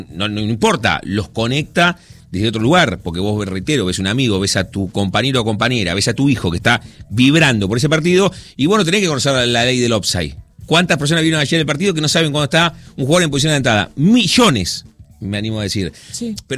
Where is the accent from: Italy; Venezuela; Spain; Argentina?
Argentina